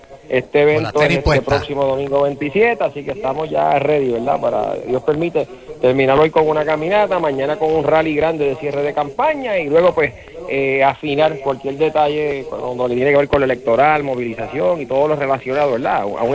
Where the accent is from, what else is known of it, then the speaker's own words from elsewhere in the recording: Cataño, Puerto Rico; mi pueblo.